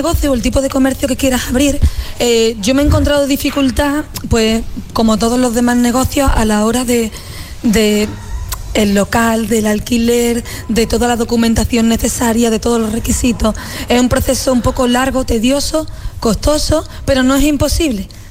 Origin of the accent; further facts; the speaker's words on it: Málaga, Andalusia, Spain; Yo soy malagueña de aquí toda la vida